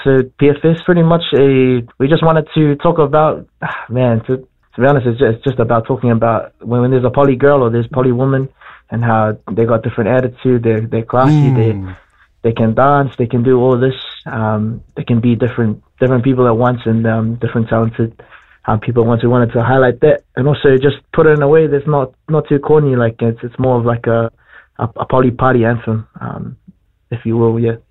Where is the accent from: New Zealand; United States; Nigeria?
New Zealand; Wellington; 23 years old, and live down in, born and raised in Welly Deep, Tongan and Kitty. Of us descent